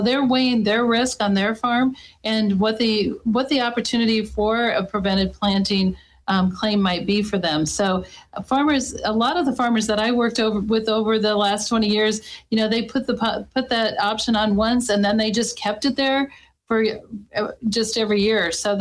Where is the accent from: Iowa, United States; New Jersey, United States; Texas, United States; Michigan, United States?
Iowa, United States; As farmers, and I'm a farmer from Iowa, so I can speak to the farmers in Iowa.